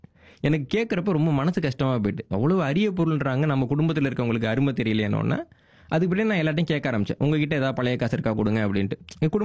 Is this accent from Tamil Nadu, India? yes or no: yes; Mannargudi, Tamil Nadu, India; born there; எங்கள் ஊரில் நான் வந்து மன்னார்குடின்ற ஒரு சின்ன ஊரில் தான் பிறந்தேன்.